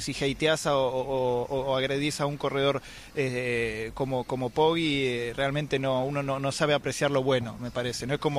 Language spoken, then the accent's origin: Spanish; Argentina; Creo que soy el único argentino acá cubriendo el tour, ¿no?